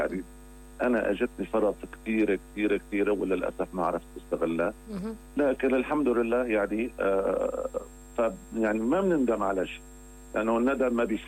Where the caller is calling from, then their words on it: Aleppo, Aleppo Governorate, Syria; من حلب. مستمع قديم جدا جدا جدا.